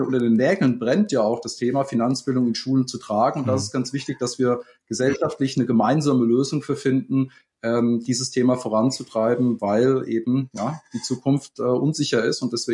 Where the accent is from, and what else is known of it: Bavaria, Germany; now in Hamburg, Germany